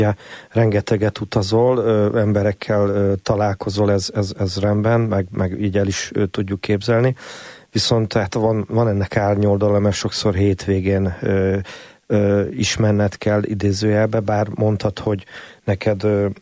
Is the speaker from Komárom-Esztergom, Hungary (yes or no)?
yes; Komárom, Komárom-Esztergom, Hungary; én ugye komáromi vagyok